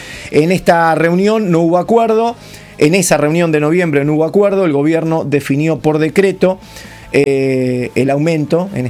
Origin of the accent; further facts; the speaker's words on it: La Matanza, Buenos Aires Province, Argentina; Gustavo y yo, que formamos parte de la banda también, somos de La Matanza.